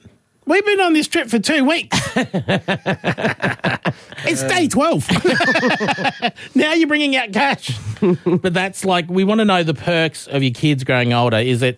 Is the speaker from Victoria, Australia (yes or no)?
no; Broken Hill, New South Wales, Australia; I spent my 2 weeks with my family driving back to my hometown of Broken Hill, which is 18 hours away.